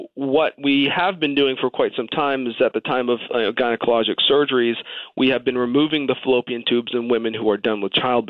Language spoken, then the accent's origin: English; Boston, Massachusetts, United States